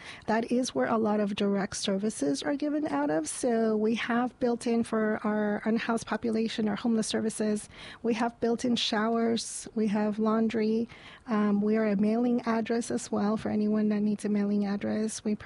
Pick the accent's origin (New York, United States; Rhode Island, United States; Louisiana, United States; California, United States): California, United States; Oxnard; also born or lived in San Fernando Valley; I'm originally from Oxnard, left for the San Fernando Valley to go to school and started working out there. And when things changed, I came back home.